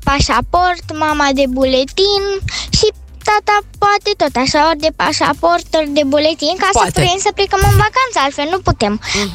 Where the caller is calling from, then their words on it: Bucharest, Romania; din București, am 9 ani